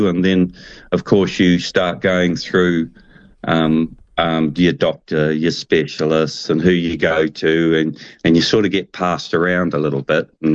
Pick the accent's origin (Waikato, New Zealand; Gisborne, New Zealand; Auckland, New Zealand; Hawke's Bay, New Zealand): Gisborne, New Zealand; Because I grew up on the East Coast in Gisborne, and back then there was no such things as using, like nowadays, all your equipment that you've got and your tools available to you and the machinery available to you.